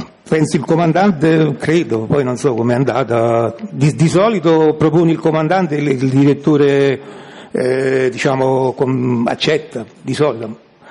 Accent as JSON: {"language": "Italian", "town": "Cellole", "region": "Campania", "country": "Italy", "said": "Innanzitutto perché io sono di Cellole, quindi sarebbe 15 chilometri."}